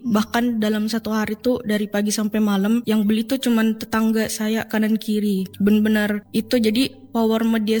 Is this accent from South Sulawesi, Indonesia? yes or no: yes; Makassar, South Sulawesi, Indonesia; now in Mamuju, Indonesia; Apalagi saya tuh di Mamuju pendatang, saya dari Makassar.